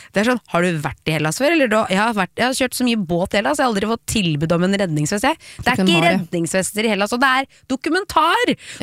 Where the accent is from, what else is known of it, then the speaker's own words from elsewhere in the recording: Oslo, Norway; jeg vokste opp ved siden av, jeg ser jo Bislett stadion så fra mitt vindu før.